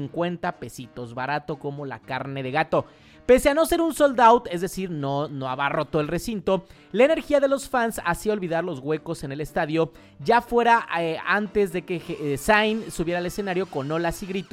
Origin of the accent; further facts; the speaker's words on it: Zamora, Michoacán, Mexico; born there; ya soy un zamorano. Bueno, nací aquí, debo decirlo. A veces no me identifico tanto con el municipio, con la ciudad, pero pues debo decirlo, o sea, pues al final de cuentas soy zamorano.